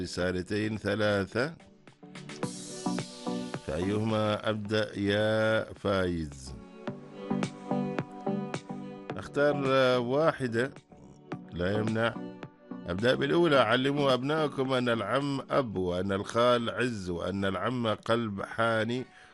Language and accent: Arabic; Oman; اللهم احفظ بلادنا سلطنة عمان واحفظ جميع المسلمين